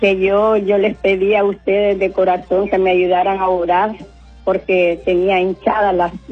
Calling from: Puerto Cortés, Cortés, Honduras; Soy reina de Puerto Cortés.

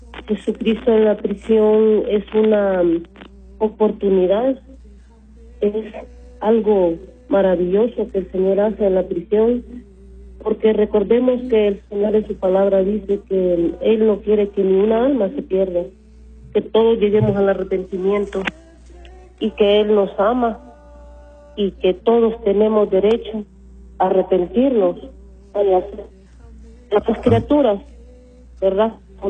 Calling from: Comayagüela, Francisco Morazán, Honduras; Le hablo de aquí, de Comayagüela, de la Israel Norte.

